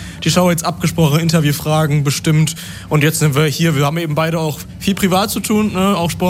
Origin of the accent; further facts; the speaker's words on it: Moers, North Rhine-Westphalia, Germany